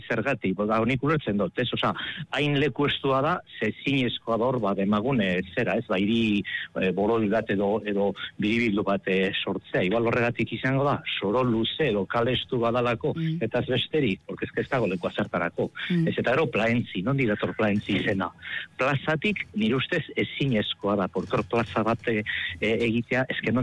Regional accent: Basauri, Basque Country, Spain; born there; now in Galdakao, Spain; Basauritarra naz, ni jaixo basaurin jaio nintzen, oingaldakon bizinaz.

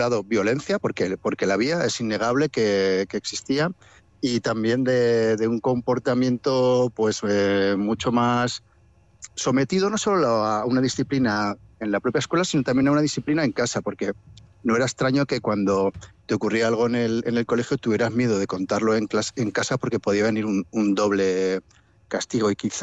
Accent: La Rioja, Spain; soy riojano

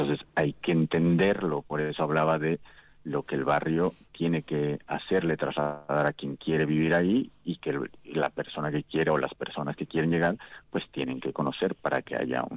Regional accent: Mexico; moved away as an adult; now in Vitoria, Spain; Yo llegué de México, yo soy originario de México

